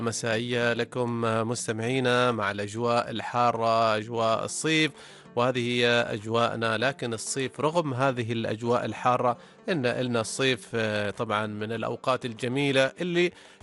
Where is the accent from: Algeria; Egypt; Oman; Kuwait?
Oman; وكذلك رطب عندنا في عمان.